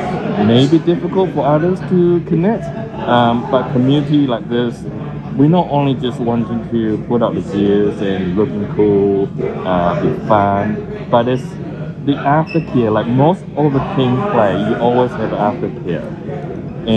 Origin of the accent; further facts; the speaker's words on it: Christchurch, Canterbury, New Zealand; No, I'm not from Auckland. I'm from Otatahi, Christchurch.